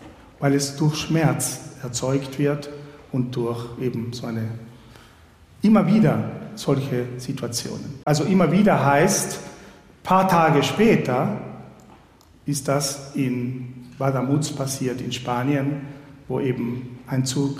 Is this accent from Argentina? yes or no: yes; Argentina; now in Switzerland